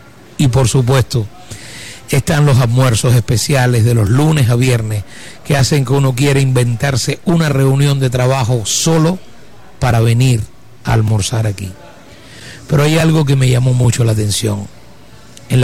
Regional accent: Cuba; moved away; Porque los cubanos, cuando emigramos, hay cosas que nunca dejamos atrás. El sazón de la madre, el olor del sofrito y la costumbre del sentarse todo el mundo alrededor de una mesa.

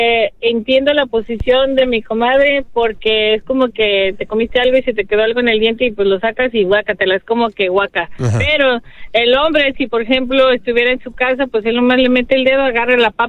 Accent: Jalisco, Mexico

